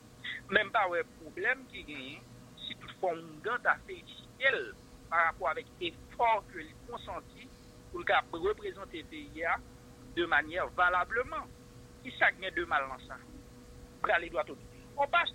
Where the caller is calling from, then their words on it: Haiti; moi-même, ça fait fierté en tant qu'Haïtien.